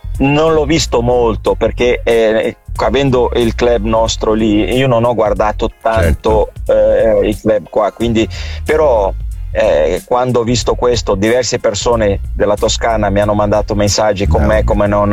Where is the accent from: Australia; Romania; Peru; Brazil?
Brazil; moved away; sono brasiliano